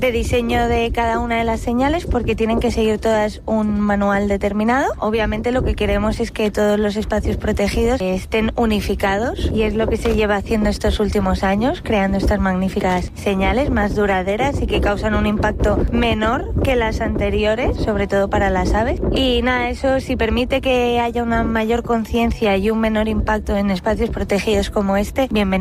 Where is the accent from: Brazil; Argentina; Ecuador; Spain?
Spain; Ibiza, Balearic Islands; soy ibicenca de padre, madre y abuelos